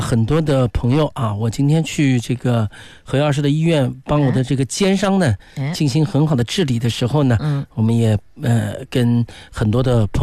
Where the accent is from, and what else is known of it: Nanjing, Jiangsu, China; born there